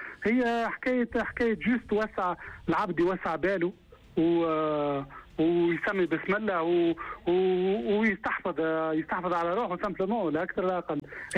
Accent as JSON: {"language": "Arabic", "country": "Tunisia", "said": "والله يا زهير خويا ما نعممش انكور اون فوا اللي عندنا في تونس"}